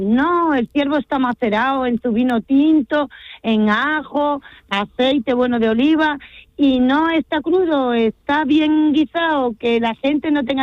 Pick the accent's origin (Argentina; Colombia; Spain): Spain; Málaga, Andalusia; moved away as an adult; now in Talavera de la Reina, Spain; de mi tierra, que no la puedo olvidar, claro, de mi Málaga natal no la puedo olvidar.